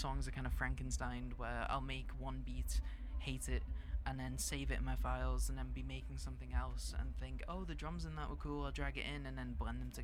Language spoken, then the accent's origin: English; Scotland, United Kingdom; growing up in Scotland